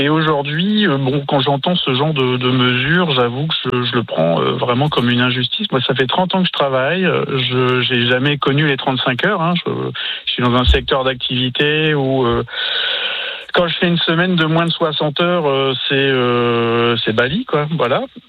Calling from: Hauts-de-France, France; moi je vous équipe de la région lilloise.

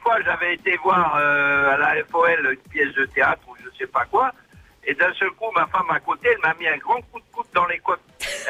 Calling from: Nouméa, South Province, New Caledonia; Moi, je suis à Nouméa et au Mondon.

